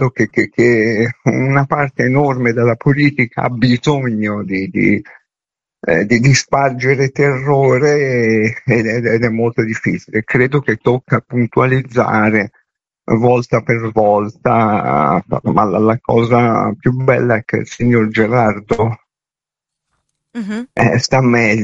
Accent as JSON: {"language": "Italian", "town": "Milan", "region": "Lombardy", "country": "Italy", "said": "E dato che siamo milanesi"}